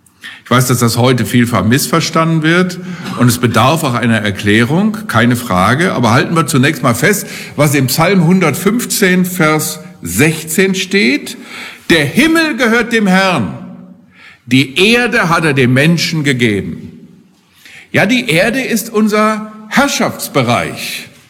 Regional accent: Germany; Wir sind ganz stolz als Deutsche

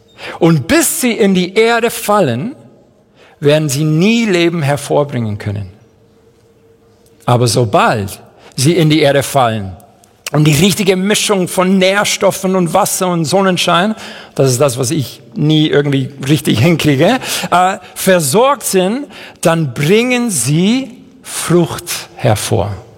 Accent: Madrid, Community of Madrid, Spain; German is a second language; also born or lived in Seville / near Chicago; now in Fischbach, Germany; ich bin in Großstadt Madrid aufgewachsen, bin in Sevilla geboren, Madrid aufgewachsen, dann bin ich umgezogen in die Nähe von Chicago und jetzt wohne ich in der nächste große Weltstadt Fischbach. Eigentlich bin ich als City Slicker aufgewachsen, das heißt Stadtmensch auf Englisch.

